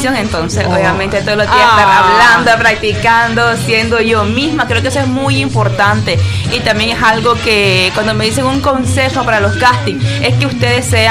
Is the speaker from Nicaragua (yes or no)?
yes; Chinandega, Nicaragua; Chinandega es mi tierra. Orgullosamente chinandegana.